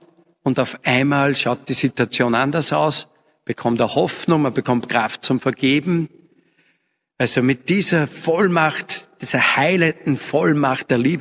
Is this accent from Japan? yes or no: no; Upper Austria, Austria; Heuer haben wir gesehen, ein schwieriges Jahr, zumindest bei uns im Mühlviertel.